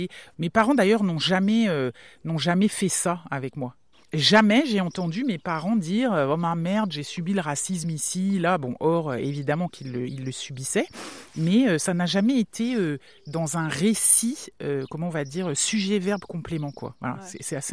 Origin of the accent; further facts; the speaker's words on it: Saint-Coulitz, Brittany, France; also born or lived in Brest; Moi, je viens de Saint-Coulis.